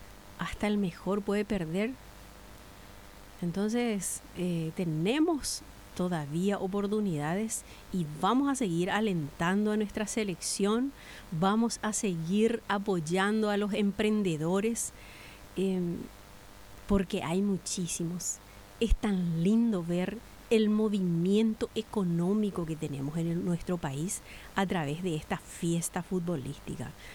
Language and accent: Spanish; Paraguay; por lo que somos paraguayos, por nuestra identidad.